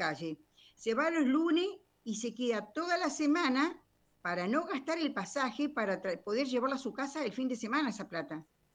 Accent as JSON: {"language": "Spanish", "town": "Merlo", "region": "Buenos Aires Province", "country": "Argentina", "said": "yo soy de Mariana Costa Merlo"}